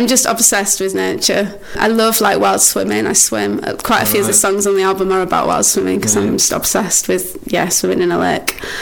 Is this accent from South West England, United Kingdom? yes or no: no; Wakefield, Yorkshire and the Humber, United Kingdom; born there; also born or lived in Bradford; Oh, I was born in West Yorkshire, not Bradford though. I was born in Wakefield.